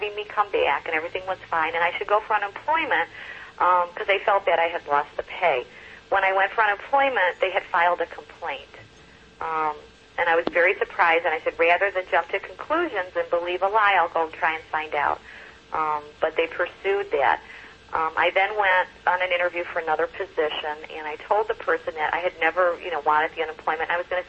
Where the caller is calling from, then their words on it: Chicago, Illinois, United States